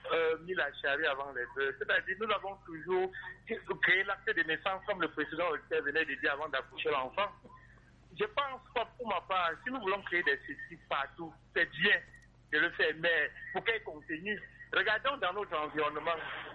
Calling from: Cameroon; Je vous appelle depuis Mban.

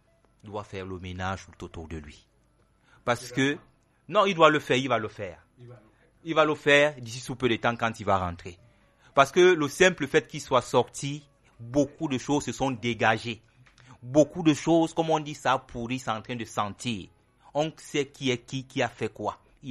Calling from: Cameroon; en tant que Camerounais

